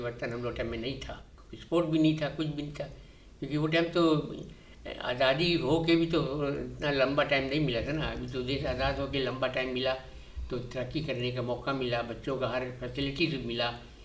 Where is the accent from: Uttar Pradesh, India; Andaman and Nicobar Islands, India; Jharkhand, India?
Andaman and Nicobar Islands, India; Port Blair; also born or lived in Aberdeen Bazaar, Port Blair; पहले आपका पैदा हुए अपरेडिंग बाजार में, जो आपका टैक्सी स्टैंड है वहाँ पे पैदा हुए थे। फिर उसके बाद में हम लोग ने जंगली घाट आ गए थे। फिर मैं जंगली घाट पे रहने लगा हूँ। फिर वहीं मेरा जो है बचपन उम्र है वो हम बिताए।